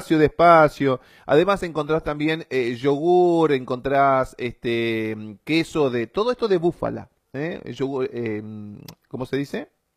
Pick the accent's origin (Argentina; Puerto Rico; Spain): Argentina; Corrientes; nosotros estamos en Argentina, estamos en Corrientes, tenemos otro tono.